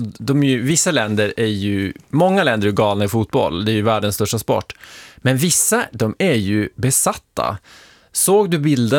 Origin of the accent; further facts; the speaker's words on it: Sweden; Och vi i Sverige